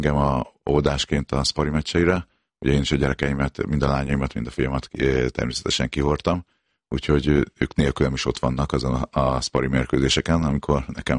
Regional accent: Nyíregyháza, Szabolcs-Szatmár-Bereg, Hungary; ugye nyíregyháziként Nyíregyháza nekem órási dolog volt, hogy odaérhettem a vezetőedzői posztra.

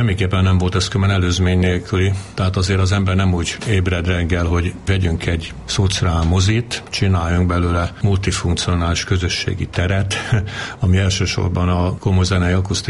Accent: Alsóörs, Veszprém County, Hungary; Így gyerekeskedtem a gyógyszertár környékén Alsajoson

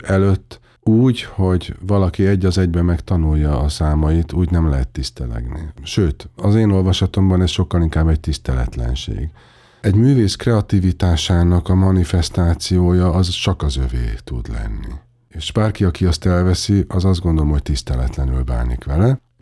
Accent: Baja, Bács-Kiskun, Hungary; ha nem is szülőföldem, mert hogy én Kiskunhalason születtem, de gyakorlatilag 0,1 éves koromtól egészen a felnőtté válásig Baján nőttem fel

